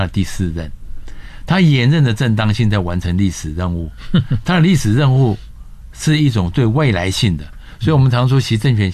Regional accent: Taiwan; 我们要靠自己守护我们自己中华民国台湾的生活方式，

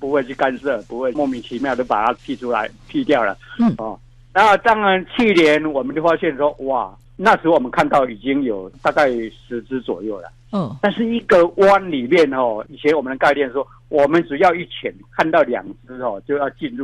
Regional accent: Qimei, Penghu County, Taiwan; 在七美是我的故乡，那个最美丽的海湾，那个夜景湾。

